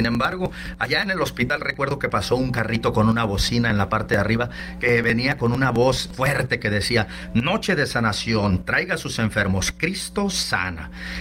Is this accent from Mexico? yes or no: yes; Morelos, Mexico; born there; Yo nací en Morelos, en México. Soy hijo de una pastora.